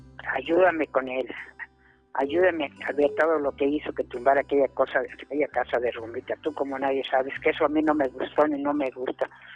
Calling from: San Francisco del Rincón, Guanajuato, Mexico; De San Francisco del Rincón, Guanajuato.

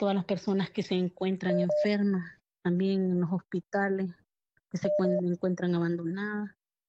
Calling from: Estelí, Nicaragua; Estoy llamando de Nicaragua.

